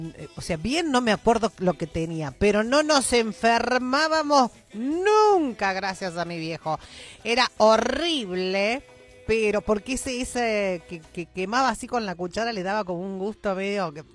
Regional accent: Córdoba, Argentina; Soy cordobesa

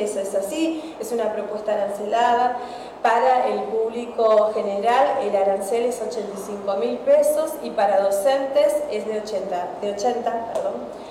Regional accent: Santa Fe, Argentina; lo que tenemos como santafesinos

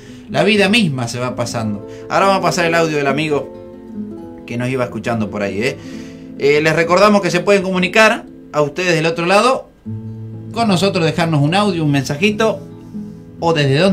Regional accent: Batán, Buenos Aires Province, Argentina; fui a hacer unas compras acá en Batán, pues soy de Batán

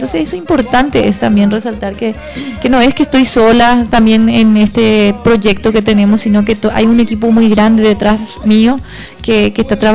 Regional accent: Nueva Alborada, Itapúa, Paraguay; somos todos de Nueva Alborada y somos todos vecinos.

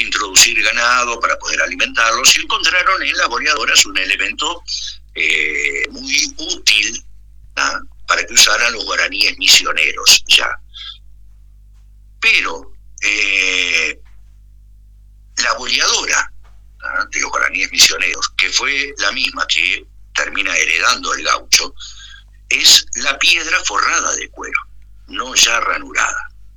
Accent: Montevideo, Uruguay; born there; Yo nací en Montevideo, pero viví en muchísimos lados.

